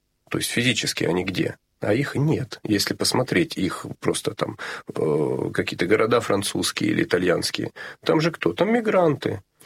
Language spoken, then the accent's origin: Russian; Rostov-on-Don, Rostov Oblast, Russia; я вообще из Ростова-на-Дону, а жили мы в области